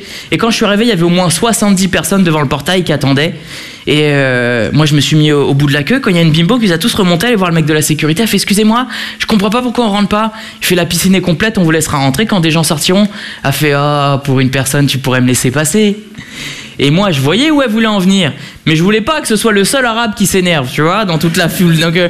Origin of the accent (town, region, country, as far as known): Le Havre, Normandy, France